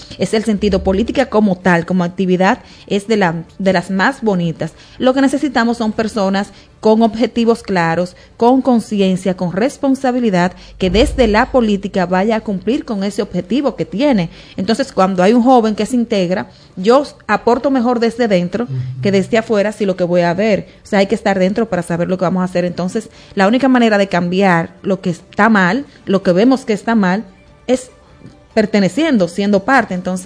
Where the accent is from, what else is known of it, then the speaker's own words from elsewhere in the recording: Dominican Republic; yo soy dominicana, me incluyo